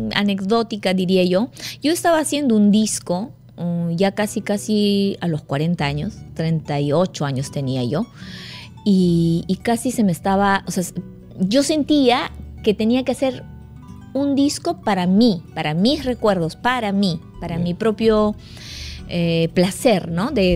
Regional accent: Santiago de Paucaray, Ayacucho, Peru; Soy ayacuchana, de un pueblo muy pequeño, muy musical, de muchas fiestas.

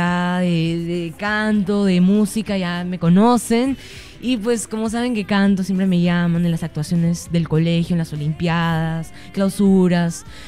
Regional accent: Lima, Peru; soy de Lima.

